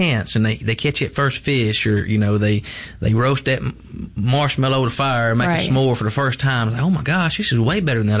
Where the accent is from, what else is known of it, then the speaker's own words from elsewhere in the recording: Morton, Mississippi, United States; You say Morton.